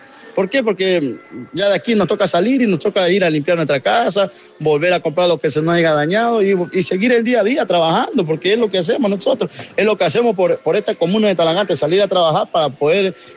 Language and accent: Spanish; Ecuador; Yo tengo 32 años de edad. Soy de ecuatoriano.